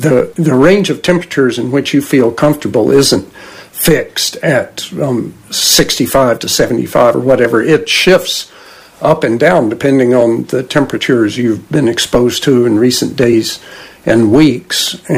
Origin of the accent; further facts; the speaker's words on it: Georgia, United States; I grew up in Georgia in the years before air conditioning mostly, and it was exactly as you describe it.